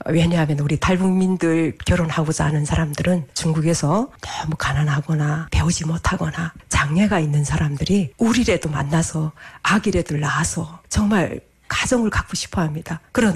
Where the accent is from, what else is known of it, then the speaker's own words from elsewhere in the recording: North Korea; now in South Korea; 나는 갈 데가 없다고. 나는 조선에서 왔다고 하니까 깜짝 놀라는 거죠.